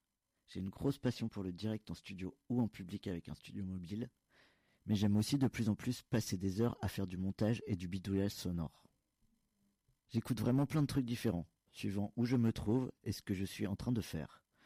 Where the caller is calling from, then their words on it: Saint-Étienne, Auvergne-Rhône-Alpes, France; j'habite à Saint-Étienne